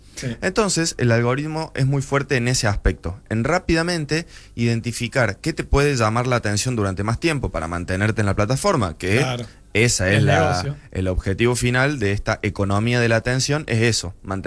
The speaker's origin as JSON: {"language": "Spanish", "region": "Córdoba", "country": "Argentina", "moved": "yes", "lives_now": "Capilla del Monte, Argentina", "said": "Yo soy de Córdoba capital."}